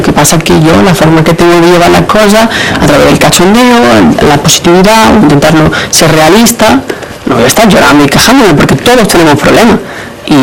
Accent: Marbella, Andalusia, Spain; seremos de Marbella, pero no somos ricos ni millonarios.

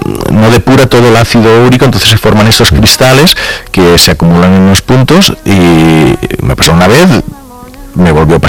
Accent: Catalonia, Spain; Pues algunas cosas, mira que soy del Delta del Ebre, hay mosquitos sí.

